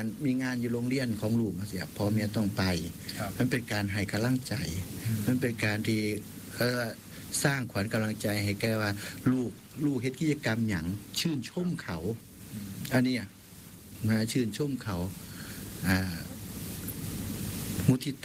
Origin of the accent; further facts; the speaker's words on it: Isan, Thailand; แต่ว่าบ้านเฮาเนี่ยในความเป็นของพื้นเพคนอีสานเนี่ยหักแพ้งแบ่งปันเอื้อเฟื้อเพื่อแผ่เมตตากรุณาอันนี้คือเฮามีมาแต่ใด